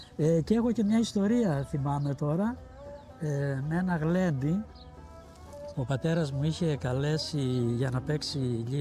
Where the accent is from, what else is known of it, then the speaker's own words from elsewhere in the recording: Charasso, Crete, Greece; όπως αγαπώ εγώ το χωριό μου, φαντάζομαι ότι και ο κάθε κριτικός αγαπά Σίγουρα. Το δικό του το χωριό. Και κατ' επέκταση μετά πρέπει να αγαπάμε και ολόκληρη την Κρήτη.